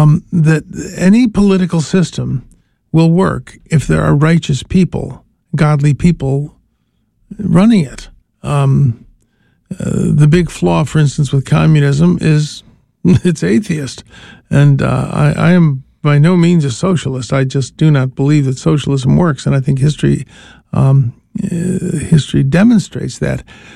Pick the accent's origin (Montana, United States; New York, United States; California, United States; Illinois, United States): Illinois, United States; Chicago; My family is a Detroit family. I grew up in Chicago